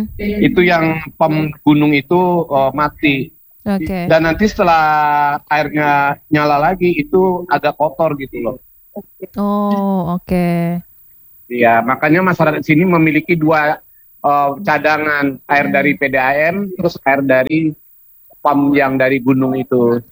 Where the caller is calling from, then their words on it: Sungayang District, West Sumatra, Indonesia; di Kecamatan Sungai yang ini, tepatnya di daerah saya tinggal ini